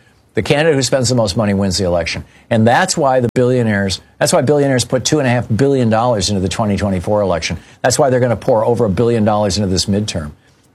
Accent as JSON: {"language": "English", "region": "Michigan", "country": "United States", "tie": "born or raised there"}